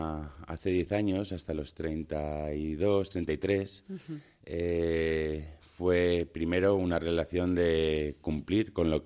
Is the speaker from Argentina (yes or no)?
no; Madrid, Community of Madrid, Spain; born there; nací en Madrid, aunque uh-huh. Mi familia viene del norte, de Bilbao, y las raíces de mi madre también son del norte. Siempre hemos tenido la familia, la base en Madrid.